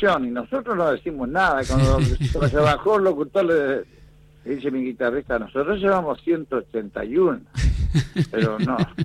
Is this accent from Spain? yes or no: no; Las Flores, Buenos Aires Province, Argentina; moved away as an adult; also born or lived in Dolores; now in Saladillo, Argentina; me crié ahí en Las Flores hasta los 29 años, después me vine a Saladillo hace 41 que estoy...